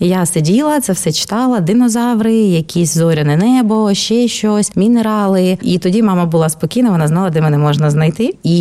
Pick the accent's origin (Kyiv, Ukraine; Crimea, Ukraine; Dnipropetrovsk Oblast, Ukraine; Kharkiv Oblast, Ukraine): Kyiv, Ukraine; born there; Я народилася в місті Києві в 1979 році, в минулому сторіччі.